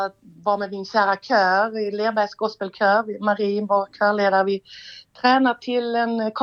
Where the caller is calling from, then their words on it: Nyhamnsläge, Skåne, Sweden; Jag är en glad pensionär här hemma i Nyhamns läge och innan har jag jobbat som lärare i 40 år.